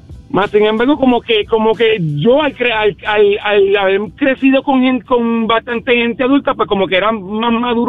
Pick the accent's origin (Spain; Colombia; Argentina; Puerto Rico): Puerto Rico; Ponce; él es de Isabela y yo soy natural de Ponce, de la Valdoriotti, que imagino que Maceta sabe dónde es.